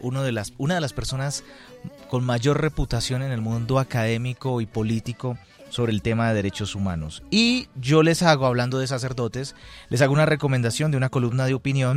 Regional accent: Caldas, Colombia; now in Bogotá, Colombia; parte de mi tierra, en Caldas

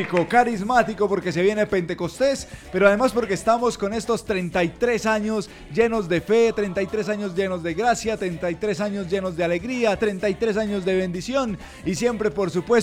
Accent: Antioquia, Colombia; Carlitos, nosotros los paisas, hermano, sí. Usted que es paisa también, mi hermano, yo que soy más paisa que la arepa también

